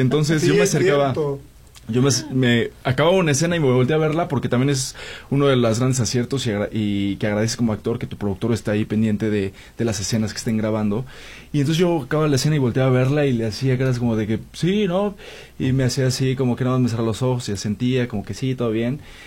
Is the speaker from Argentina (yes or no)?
no; Puebla, Mexico; moved away as an adult; now in Mexico City, Mexico; Yo soy de Puebla